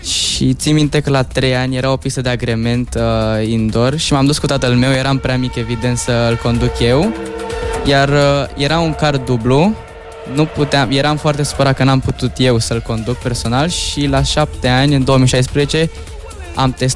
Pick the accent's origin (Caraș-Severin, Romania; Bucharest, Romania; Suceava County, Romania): Bucharest, Romania; Din București.